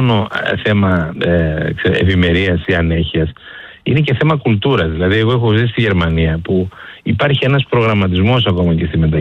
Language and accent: Greek; Eastern Macedonia and Thrace, Greece; εγώ επισημαίνω που κατάγομαι και από την Ροδόμπη, οι αγρότες μας.